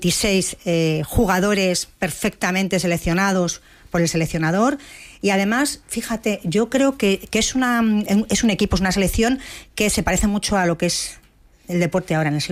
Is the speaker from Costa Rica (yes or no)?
no; Spain; no solamente como ministra, sino como española, como forofa del fútbol y de nuestra selección.